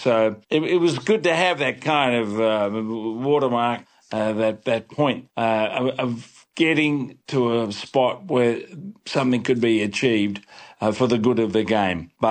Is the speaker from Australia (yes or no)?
yes; Australia; I'm an Australian and you know what I'm like.